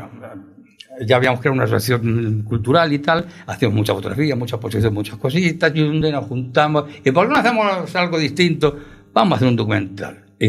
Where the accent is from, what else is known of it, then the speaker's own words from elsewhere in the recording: Talavera de la Reina, Castilla-La Mancha, Spain; a mí, un castellano, un talaverano